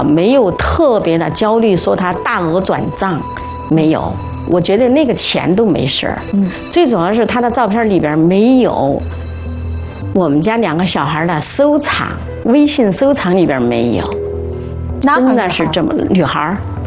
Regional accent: Sichuan, China

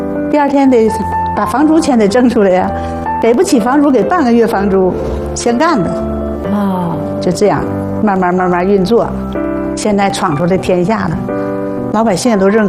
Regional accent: Qiqihar, Heilongjiang, China; moved away as an adult; now in Beijing, China; 黑龙江省齐齐哈尔。

